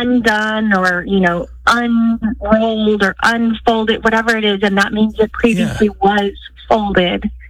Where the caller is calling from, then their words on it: San Antonio, Texas, United States; I'm calling from San Antonio, Texas.